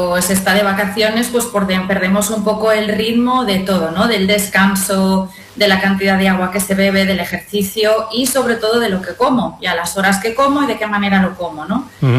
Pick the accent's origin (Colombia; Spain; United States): Spain; Valencia, Valencian Community; Soy de Valencia, estoy físicamente situada en Valencia